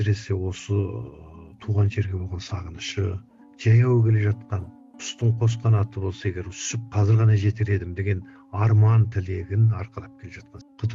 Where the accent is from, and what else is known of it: Tacheng, Xinjiang, China